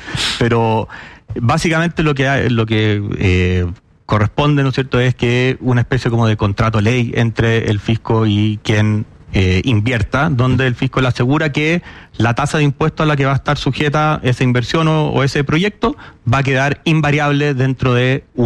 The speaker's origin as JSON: {"language": "Spanish", "country": "Chile"}